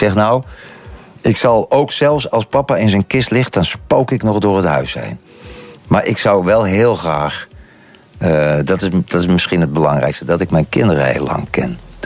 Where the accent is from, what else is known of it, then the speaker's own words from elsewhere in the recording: Utrecht, Netherlands; accent: Dutch; now in Antwerp, Belgium; Ik kom uit Nederland, geboren en getogen net boven de rivieren bij Utrecht. Ga naar Antwerpen, vervlaams. Ook al klinkt mijn accent is nog altijd Nederlands